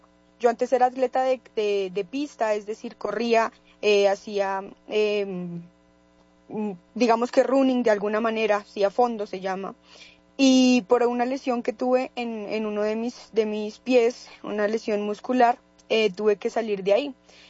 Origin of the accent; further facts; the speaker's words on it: Colombia; now in Cundinamarca, Colombia; tenemos como colombianos, y principalmente aquí en Cundinamarca.